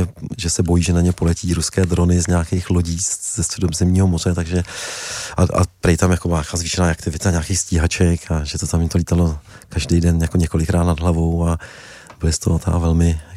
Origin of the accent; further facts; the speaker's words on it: Bohemia, Czechia; já jsem že jsem z Čech, jako zvyklý na to, že jsou všude turistické cesty.